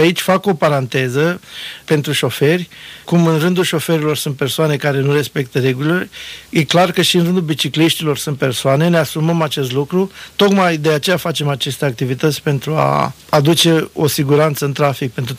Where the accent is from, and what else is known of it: Romania